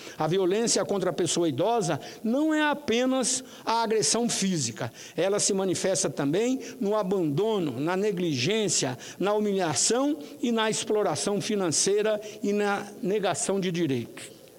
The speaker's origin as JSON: {"language": "Portuguese", "town": "Rondonópolis", "region": "Mato Grosso", "country": "Brazil", "tie": "born or raised there", "said": "o falecimento de dois importantes nomes da história da minha cidade natal, Rondonópolis."}